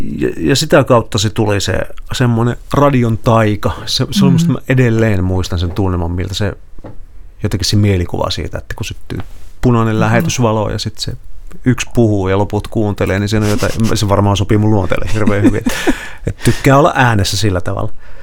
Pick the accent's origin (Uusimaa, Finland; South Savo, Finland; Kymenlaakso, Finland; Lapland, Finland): South Savo, Finland; Pieksämäki; kun mä oon Pieksämäältä kotoisin ja Pieksämäellä oli paikallisradio.